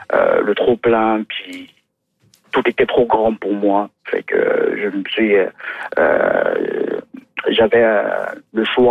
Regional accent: Douala, Littoral, Cameroon; now in Quebec, Canada; Moi, je suis originaire du Cameroun, en Afrique centrale.

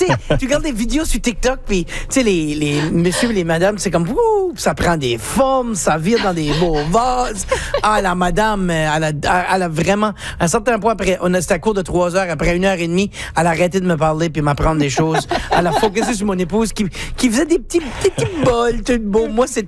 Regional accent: Acadia, Canada; en tant qu'Acadien qui utilise beaucoup, beaucoup de mots anglais, qui utilise des régionalismes

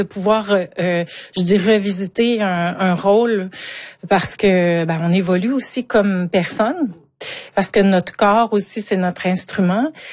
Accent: Montmagny, Quebec, Canada; accent: Montmagny; moi j'ai un énorme accent de Montmagny. J'adore mon accent et je ne le change pas dans ma façon de parler quand je suis à l'étranger.

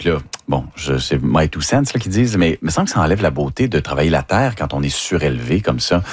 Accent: Quebec, Canada; moi, je viens de Delbaume-Stessigny, Saguenay-Lac-Saint-Jean, ouais.

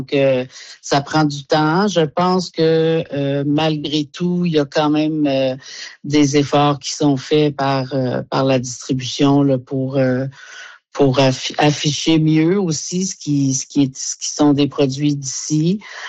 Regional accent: Quebec, Canada; Moi, je viens du Québec.

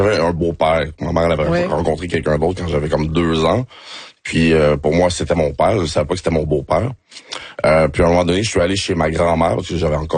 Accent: Montreal, Quebec, Canada; born there; also born or lived in Saint-Eustache; Mais je suis né à Montréal-Nord, par exemple.

